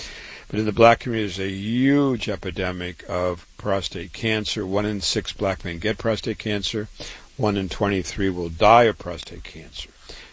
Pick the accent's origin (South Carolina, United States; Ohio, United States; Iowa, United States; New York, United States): Iowa, United States; Waterloo; I was born and raised in Waterloo, Iowa.